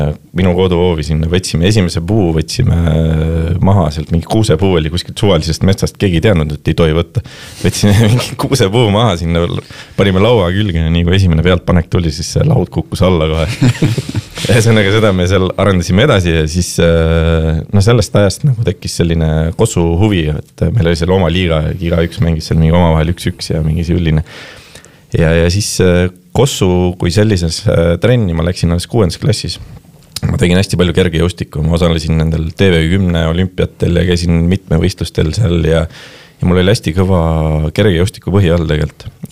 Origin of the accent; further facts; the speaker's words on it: Kilingi-Nõmme, Pärnu County, Estonia; no ma olen sellisest kohast pärit nagu Kilingi-Nõmme , see on siis väike Pärnumaa linn